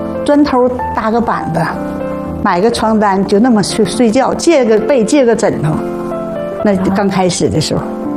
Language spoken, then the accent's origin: Chinese; Qiqihar, Heilongjiang, China; now in Beijing, China; 黑龙江省齐齐哈尔。